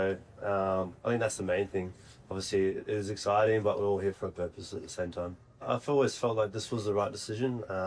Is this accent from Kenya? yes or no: no; New Zealand; I grew up obviously in New Zealand, and obviously when you're in New Zealand, back in the day it was more the All Blacks